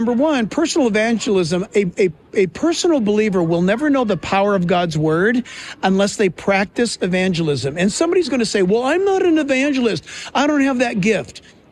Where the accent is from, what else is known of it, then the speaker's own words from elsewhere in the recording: California, United States; Thank you for saying that, because I hail from California.